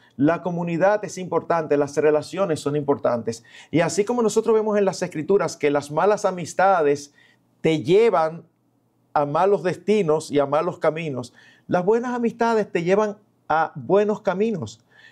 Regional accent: Santo Domingo, Distrito Nacional, Dominican Republic; Eduardo, tú y yo crecimos aquí en Santo Domingo.

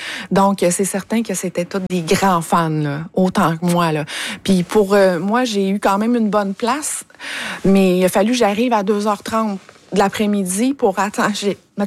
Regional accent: Lac-Saint-Jean, Quebec, Canada; now in Cowansville, Canada; Moi, je viens du Lac-Saint-Jean, prime abord.

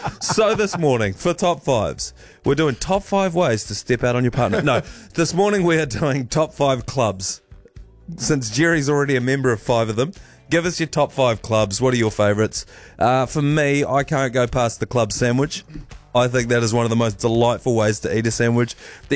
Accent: South Island, New Zealand; I'm from South Island. Maybe it's a Southland thing.

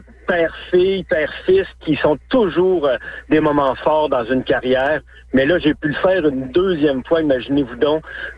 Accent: Quebec, Canada; born or raised there; also born or lived in Saguenay-Lac-Saint-Jean

